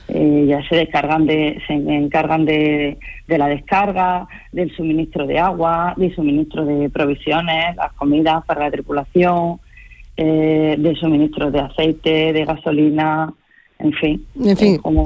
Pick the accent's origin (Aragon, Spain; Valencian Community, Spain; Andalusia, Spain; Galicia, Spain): Andalusia, Spain; Linares; now in Almería, Spain; yo soy de interior, soy de Jaén, de Linares, y hasta que no me vine a vivir aquí a Almería no conocía este mundo.